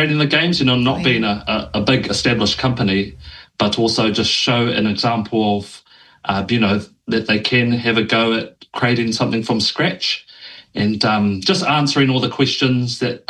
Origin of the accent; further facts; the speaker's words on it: Tauranga, Bay of Plenty, New Zealand; moved away as an adult; also born or lived in Auckland; I'm a junior Māori indie game developer. I'm from Tauranga, but I lived in Auckland studying game design, and I've actually graduated last year.